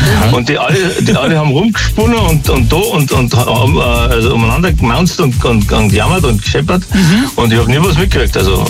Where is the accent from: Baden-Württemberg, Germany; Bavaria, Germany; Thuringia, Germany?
Bavaria, Germany; Ich bin in Bayern aufgewachsen und geboren und habe also nie ein Föhnproblem gehabt. Da war ich mal ein Jahr in Toulouse unten